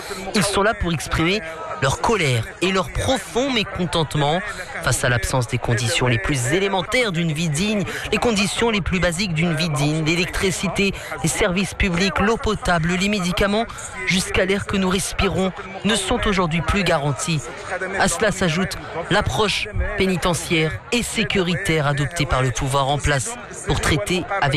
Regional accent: Tunisia; Nous sommes venus aujourd'hui pour exercer pleinement notre citoyenneté en tant que Tunisien.

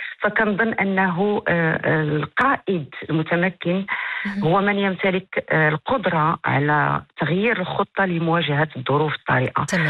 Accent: Morocco; لأنه إحنا كان حاضروا من مناطق جنوبية، فكان دائما في الصغر ديالنا كانوا العطل الصيفية كان مشيوا كان لعبوا في تحت الجبال أنا والإخوان.

